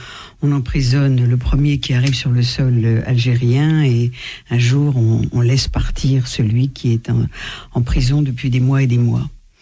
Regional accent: Morocco; born there; il se trouve que moi, je suis née au Maroc et que, de ce fait, j'ai entendu peut-être davantage de choses.

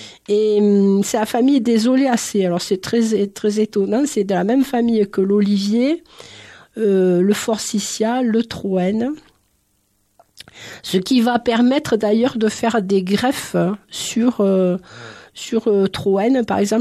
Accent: Nîmes, Occitanie, France; je suis originaire de Nîmes, voilà, dans le Gard.

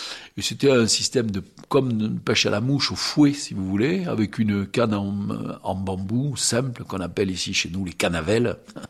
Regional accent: Montvalent, Occitanie, France; accent: rocailleux; je suis né ici, je suis né à Montvalent, ma mère était institutrice

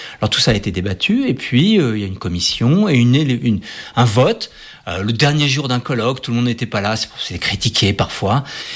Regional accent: France; en tant que Français

